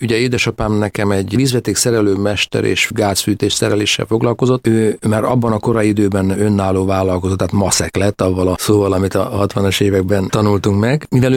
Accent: Miskolc, Borsod-Abaúj-Zemplén, Hungary; Én ott születtem, igen, 59. január 18.

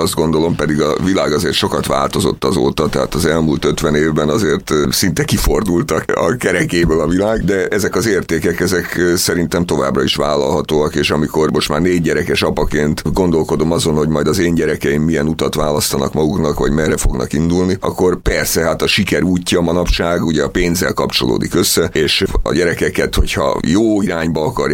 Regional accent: Budapest, Hungary; én Budapesten születtem

